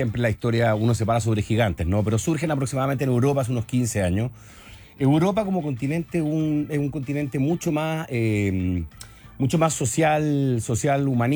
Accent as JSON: {"language": "Spanish", "town": "Osorno", "region": "Los Lagos", "country": "Chile", "said": "Somos del sur, somos de Osorno."}